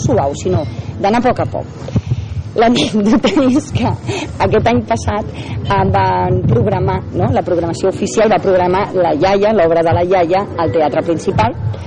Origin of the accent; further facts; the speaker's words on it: Terrassa, Catalonia, Spain; Soc actriu, soc de Terrassa